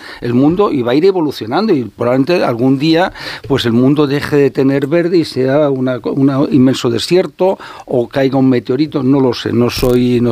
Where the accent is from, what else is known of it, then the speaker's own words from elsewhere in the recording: Spain; Sinceramente, somos tontos los españoles, ¿no?